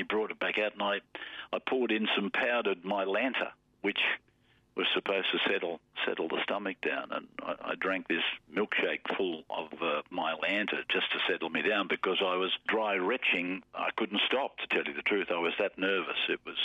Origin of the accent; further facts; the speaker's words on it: Junee, New South Wales, Australia; So I left school when I was 14 and a half, and I went on the railway because my hometown, Junee, if you didn't work on the railway, you didn't have a job.